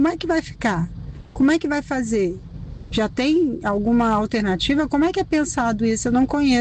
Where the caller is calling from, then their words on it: Vila Velha, Espírito Santo, Brazil; sou de Vila Velha.